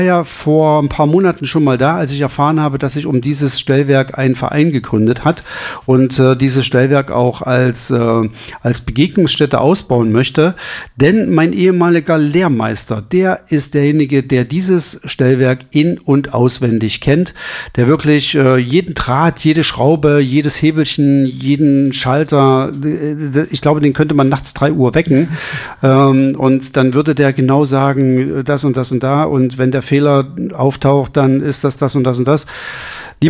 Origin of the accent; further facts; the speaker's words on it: Altenburg, Thuringia, Germany; Dann gucken wir mal in Altenburg, in meiner Heimatstadt.